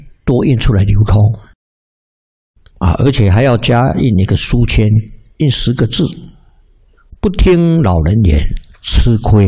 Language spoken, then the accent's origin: Chinese; Taiwan; 过去我们台湾话啊，也就是闽南语啦